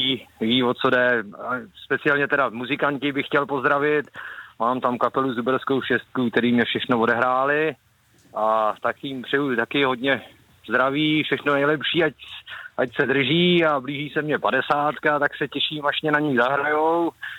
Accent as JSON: {"language": "Czech", "town": "Zubří", "region": "Zlín Region", "country": "Czechia", "tie": "born or raised there", "moved": "yes", "lives_now": "Ostrov, Czechia", "said": "Já jsem rodák ze Zubří, tam mám mamku"}